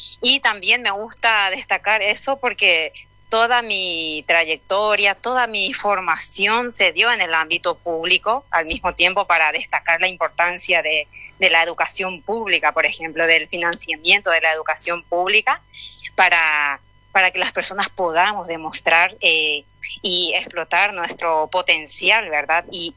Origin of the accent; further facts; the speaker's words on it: Paraguay; first language Guarani; Spanish is a second language; Yo tuve que comenzar a aprender, por ejemplo, el castellano, o sea, que mi lengua materna es el guaraní. Recién cuando migro a la ciudad, a los 15 años, yo migré para poder trabajar como todo joven migrante campo-ciudad en Paraguay.